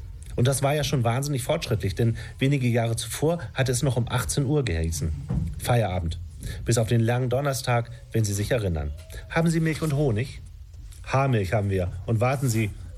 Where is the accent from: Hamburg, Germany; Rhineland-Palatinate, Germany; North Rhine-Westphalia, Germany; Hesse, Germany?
Hamburg, Germany; Als Hamburgerin weiß ich natürlich, dass das Leben auf der Reeperbahn gerade erst dann so richtig beginnt, wenn es woanders endet.